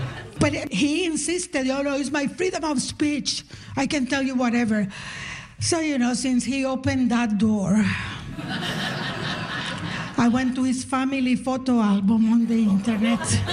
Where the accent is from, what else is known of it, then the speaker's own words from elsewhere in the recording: Nicaragua; now in Canada; Because I'm from Nicaragua, and we always feared an American invasion. I live with that fear.